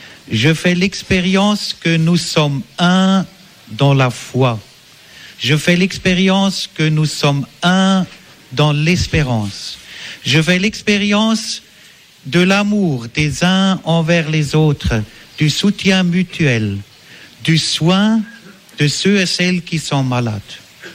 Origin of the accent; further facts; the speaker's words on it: Switzerland; en rentrant chez nous, en Suisse.